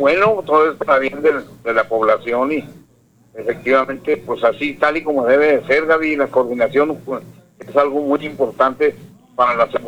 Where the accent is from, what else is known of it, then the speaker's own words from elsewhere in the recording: Mexico; así somos los mexicanos